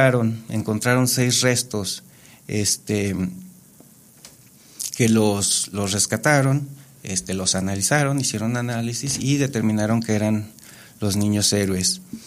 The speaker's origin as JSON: {"language": "Spanish", "country": "Mexico"}